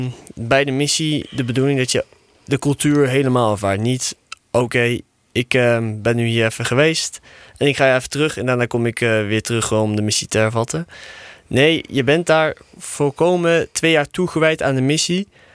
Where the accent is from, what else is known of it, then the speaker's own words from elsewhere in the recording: Netherlands; Dus als ik daar zeg, ik ben Nederlander, zeg ik Mimini Mholanzi.